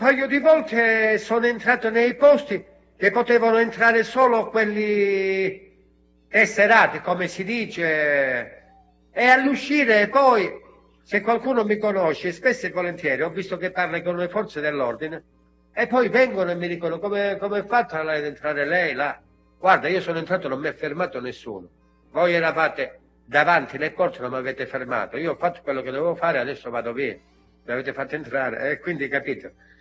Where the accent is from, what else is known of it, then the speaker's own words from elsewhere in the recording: Catanzaro, Calabria, Italy; E questi si guardavano, mi dicevano, ma tu di dove sei? Ho detto, qua di Catanzaro, e non ci conosci, no?